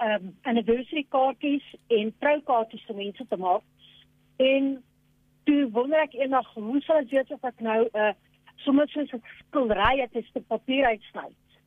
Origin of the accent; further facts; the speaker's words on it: Alberton, Gauteng, South Africa; now in Struisbaai, South Africa; Ja, ek het eers in Alberton groot geword en in 2003 het ek na Strysbaai getrek en na die rustige Strysbaai en die natuurskoon van die Oeverberg.